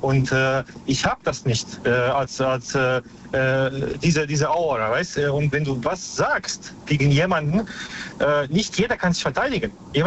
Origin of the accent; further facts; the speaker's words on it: Baden-Baden, Baden-Württemberg, Germany; Ich komme aus Baden-Baden.